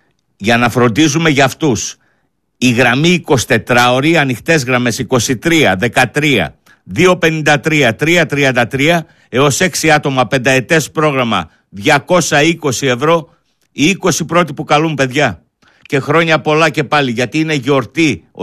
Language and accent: Greek; Thessaloniki, Central Macedonia, Greece; born there; δεν λέω επειδή είμαι γέννημα Θέρμα Θεσσαλονίκης, εγώ είμαι Μικρασιάτης.